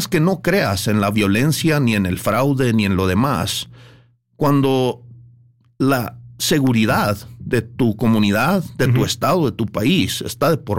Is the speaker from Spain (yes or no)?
no; Chihuahua, Mexico; born there; Yo nací en Chihuahua y pues realmente me considero un mexicano. Yo pudiendo salir del país, no lo he hecho porque yo amo a México y tengo sangre indígena, de hecho.